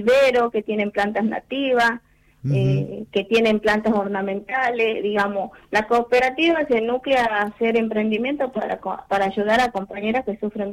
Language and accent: Spanish; Puerto Viejo, Jujuy, Argentina